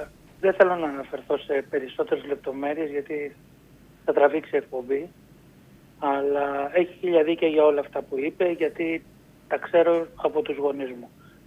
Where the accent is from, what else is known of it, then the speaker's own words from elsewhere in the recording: Aigaleo, Attica, Greece; born there; Εγώ γεννήθηκα στο Εγάλαιο.